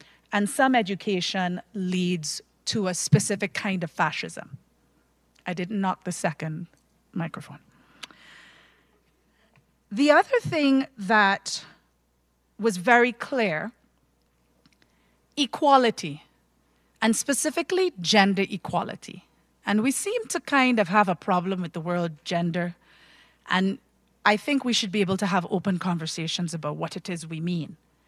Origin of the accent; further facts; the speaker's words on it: Ottawa, Ontario, Canada; accent: Caribbean; I grew up in Ottawa, Canada, for a while, so I know very, very, my Caribbean accent, yes, but I know very cold.